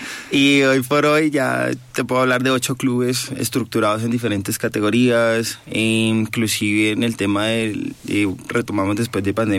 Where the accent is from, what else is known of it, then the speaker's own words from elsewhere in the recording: Bogotá, Bogotá D.C., Colombia; born there; yo practico béisbol desde que tengo 5 años aquí en Bogotá